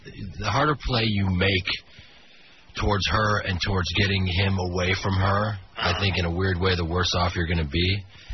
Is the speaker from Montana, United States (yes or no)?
no; Chicago, Illinois, United States; I'm from Chicago